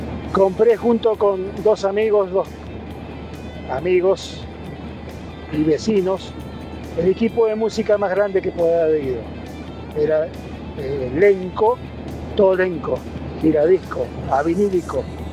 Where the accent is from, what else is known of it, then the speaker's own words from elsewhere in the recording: Mendoza, Argentina; Voy a cruzar para Mendoza, soy de Mendoza. Tengo 63 años.